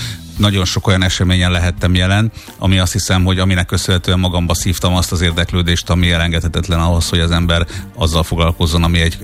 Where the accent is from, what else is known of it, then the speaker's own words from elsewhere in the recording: Sopron, Győr-Moson-Sopron, Hungary; moved away as an adult; now in Budapest, Hungary; hogyha én felkerültem Budapestre 20 évesen körülbelül. Ha kimondtam azt, hogy Sopronból jöttem